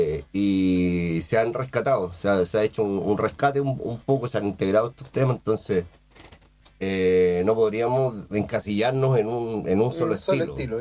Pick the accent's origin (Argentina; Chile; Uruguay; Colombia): Chile; Recoleta, Santiago Metropolitan Region; Bueno, mi orígenes están en La Pincoya, en la combatiente Pincoya, allá al final de Recoleta.